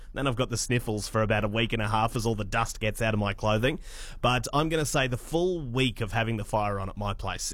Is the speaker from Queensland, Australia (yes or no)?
yes; Sunshine Coast, Queensland, Australia; moved away; I come from the Sunshine Coast where there's only really one season and it's always mild.